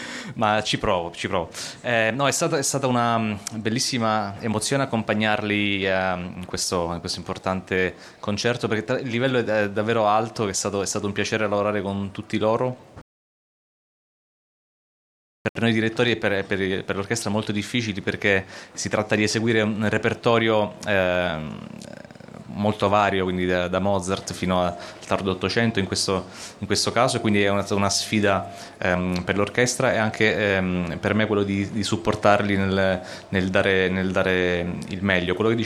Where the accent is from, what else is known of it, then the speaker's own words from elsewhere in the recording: Sicily, Italy; now in Weimar, Germany; 3 settimane in Sicilia, sono siciliano, vado un po' a casa anche perché da un anno a questa parte lavoro, vivo in Germania, Weimar.